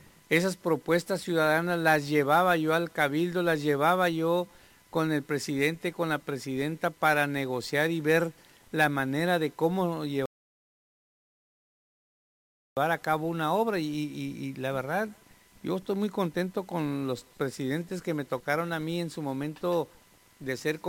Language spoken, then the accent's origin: Spanish; Tijuana, Baja California, Mexico; nuestra Tijuana